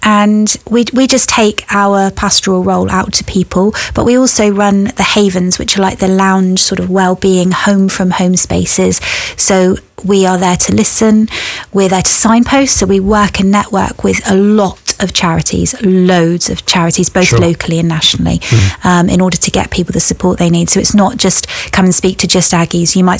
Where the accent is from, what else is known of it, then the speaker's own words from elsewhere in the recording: Plymouth, South West England, United Kingdom; born there; And I was born in Plymouth, but my dad's Cornish, so I am totally impartial.